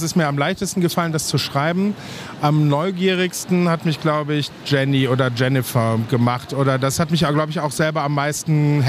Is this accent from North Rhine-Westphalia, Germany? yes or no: yes; Leverkusen, North Rhine-Westphalia, Germany